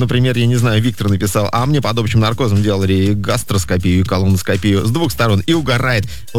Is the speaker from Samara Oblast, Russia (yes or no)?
yes; Tolyatti, Samara Oblast, Russia; Я из Тольятти